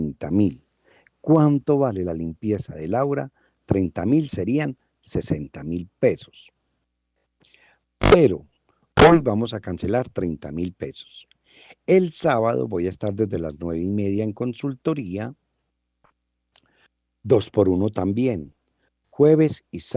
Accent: Antioquia, Colombia; somos paisas

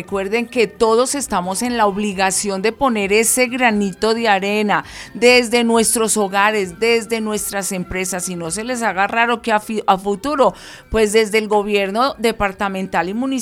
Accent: Huila, Colombia; a mi departamento vecino, porque recuerden que yo soy Opita

